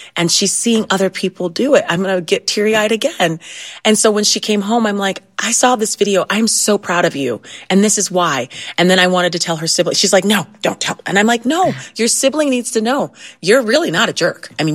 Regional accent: Ohio, United States

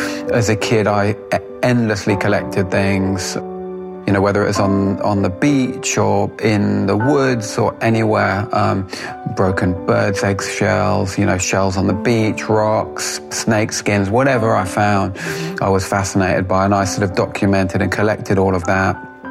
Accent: London, United Kingdom; now in Cornwall, United Kingdom; But I'm a Londoner born and bred that now lives in Cornwall. I've lived here for the best part of 20 years.

